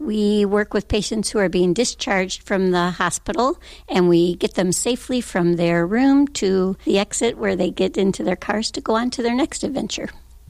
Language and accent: English; Traverse City, Michigan, United States; I'm from Traverse City, Michigan, and I'm a volunteer for Munson Healthcare here at Munson Medical Center in Traverse City.